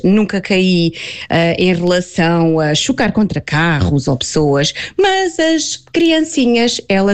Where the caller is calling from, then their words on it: Moita, Lisbon, Portugal; Neste momento eu vivo na Moita, na Margem Sul